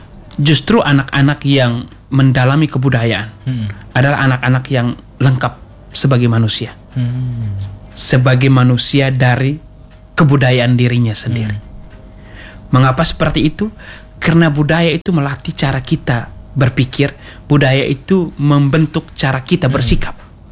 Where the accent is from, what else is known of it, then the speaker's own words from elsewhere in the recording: East Nusa Tenggara, Indonesia; kalau di desa saya, desa Walomotong, Kampung Natargut, itu kita punya banyak menhir.